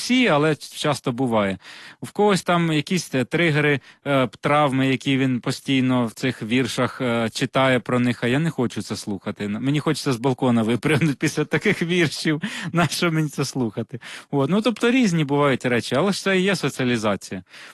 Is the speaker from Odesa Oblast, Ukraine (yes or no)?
yes; Yuzhne, Odesa Oblast, Ukraine; центр лежав неподалік від мосту сучасного міста, звідки я родом, Южна, а тепер уже Південна Українська.